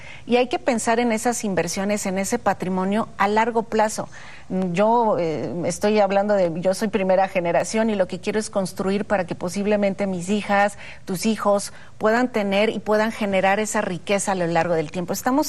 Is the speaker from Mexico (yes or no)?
yes; Mexico; en México nosotros tenemos, digamos, estas virtudes, nuestro clima, nuestra tierra fértil.